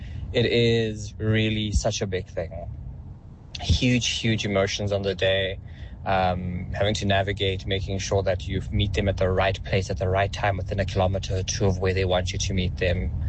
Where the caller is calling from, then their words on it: Johannesburg, Gauteng, South Africa; in Joburg.